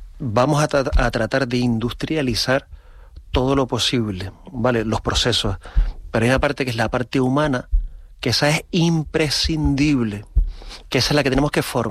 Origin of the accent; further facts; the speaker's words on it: Canary Islands, Spain; now in Gran Canaria, Spain; me siento tan canario que me siento un trocito de cada una de nuestras 8 islas.